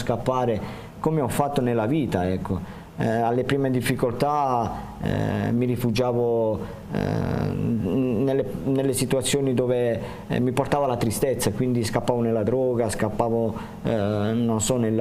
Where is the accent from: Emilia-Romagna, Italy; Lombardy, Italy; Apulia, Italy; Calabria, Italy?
Calabria, Italy; now in Loreto, Italy; io sono originario della Calabria, sono provincia di Cosenza.